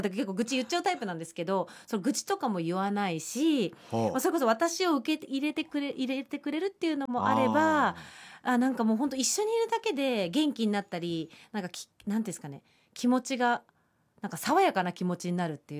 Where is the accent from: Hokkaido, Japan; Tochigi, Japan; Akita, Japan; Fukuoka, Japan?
Tochigi, Japan; now in Tokyo, Japan; 私はもう地元の栃木がもう大好きなので、ええ、栃木に、まあ、今度またお盆の時期も帰りますけど